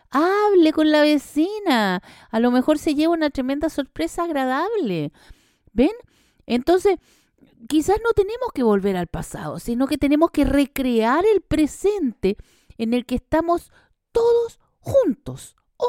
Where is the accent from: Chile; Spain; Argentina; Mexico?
Chile; esto es lo que somos nosotros como identidad chilena